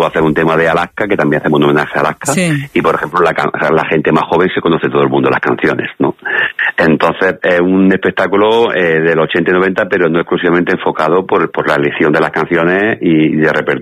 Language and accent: Spanish; Jaén, Andalusia, Spain; pues somos de Jaén, y muchas veces nos vamos para más arriba, al norte.